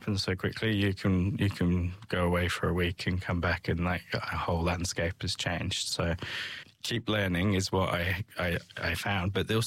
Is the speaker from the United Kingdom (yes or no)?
yes; England, United Kingdom; also born or lived in Edinburgh; I was brought up in England. So mm-hmm. I went to King Edward's School in Southampton, mm-hmm. Did my GCSEs and my A-levels, and then went on to Edinburgh.